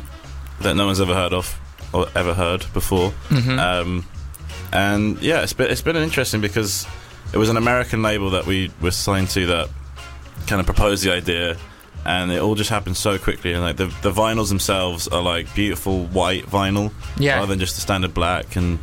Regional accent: United Kingdom; we're British

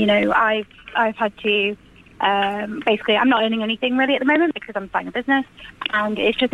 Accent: Leeds, Yorkshire and the Humber, United Kingdom; moved away as an adult; also born or lived in London; now in Leeds, United Kingdom; I grew up in Leeds. So I moved to London as a journalist

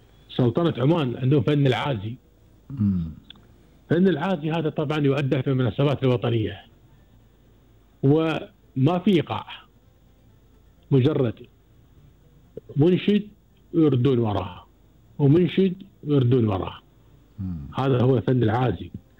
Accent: Kuwait; طال عمرك عندنا في الكويت طبعا الصوت كذلك احنا مع مملكة البحرين ودولة قطر

